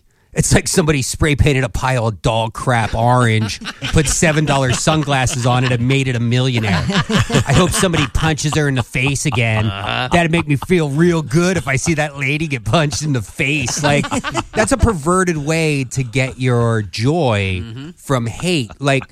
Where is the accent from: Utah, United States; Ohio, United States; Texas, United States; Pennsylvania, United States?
Pennsylvania, United States; Philadelphia; I grew up in Philadelphia.